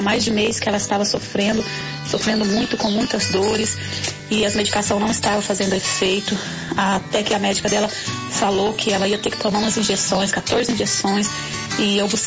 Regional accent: Pimenta, Minas Gerais, Brazil; Paz do Senhor … sou aqui da cidade de Pimenta, Minas Gerais.

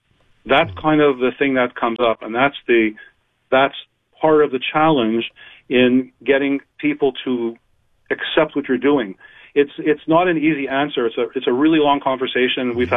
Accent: Canada; as a Canadian company and as a country, we have great trading relationships virtually around the world

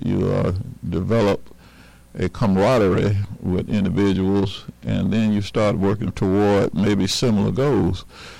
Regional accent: Coldwater, Mississippi, United States; My hometown's Coldwater. I finished high school in 1971.

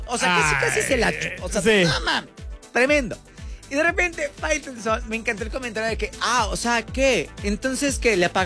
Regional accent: Mexico; así somos los mexicanos.

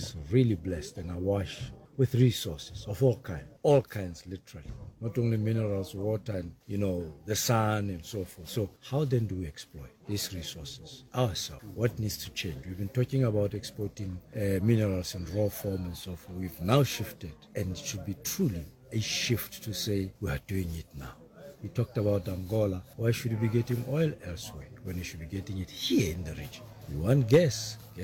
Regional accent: Botswana; I come from Botswana.

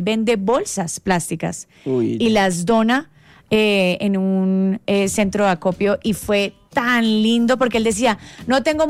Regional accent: Cali, Valle del Cauca, Colombia; Total, yo soy caleña y en Cali hemos tenido muchas situaciones muy complicadas

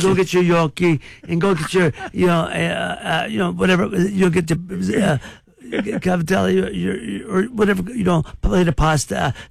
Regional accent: Youngstown, Ohio, United States; My suggestion to Youngstown. Look, I love my hometown.

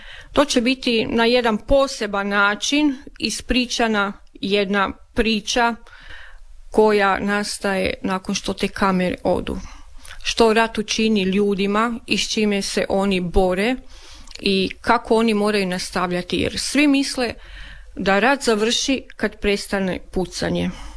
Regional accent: Velika Gorica, Zagreb County, Croatia; u mom rodnom gradu Velikoj Gorici.

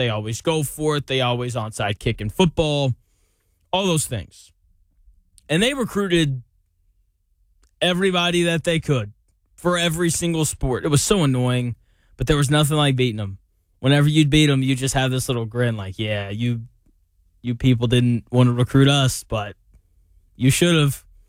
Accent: Arkansas, United States; now in Indianapolis, United States; So where I grew up at in Arkansas

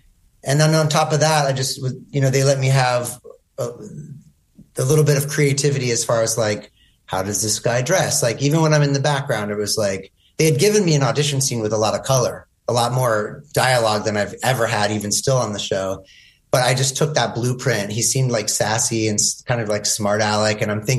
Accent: Seattle, Washington, United States; growing up in Seattle in the 90s

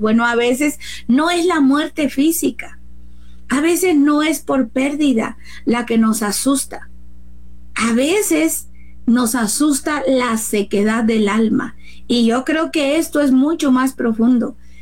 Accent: Mexico; nosotros como mexicanos

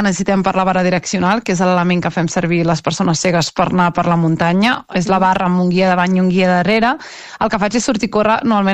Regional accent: Vilassar de Mar, Catalonia, Spain

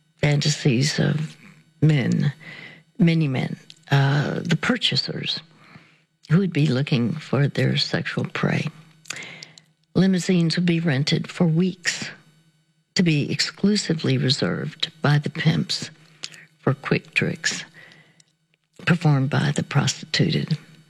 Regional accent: Dallas, Texas, United States; my hometown of Dallas, Texas.

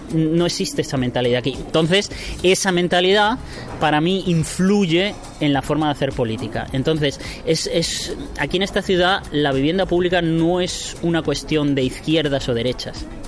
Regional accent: Puertollano, Castilla-La Mancha, Spain; moved away as an adult; now in Vienna, Austria; Pues soy de Puerto Llano, de Ciudad Real, y vine, pues, la verdad es que un poco a la aventura. Yo vine para 6 meses, que quería hacer una especie como de 6 meses sabáticos de ver Europa y ver otro sitio. Vine para 6 meses y al final, pues, 20 años llevo aquí.

